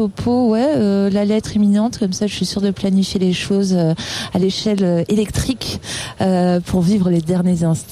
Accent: Brittany, France; Je suis bretonne

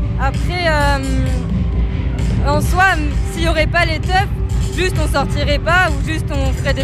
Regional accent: Nouvelle-Aquitaine, France; on vient de Charente, et voilà.

